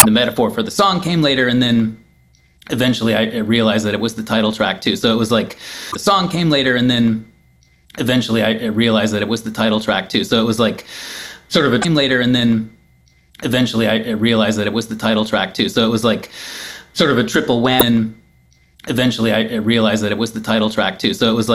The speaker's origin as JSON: {"language": "English", "region": "Midwest", "country": "United States", "tie": "born or raised there", "said": "it was really just an image that I had of growing up in the Midwest"}